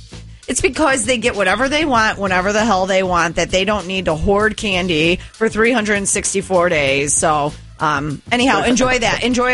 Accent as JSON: {"language": "English", "town": "Zion", "region": "Illinois", "country": "United States", "tie": "born or raised there", "said": "from Zion, my hometown."}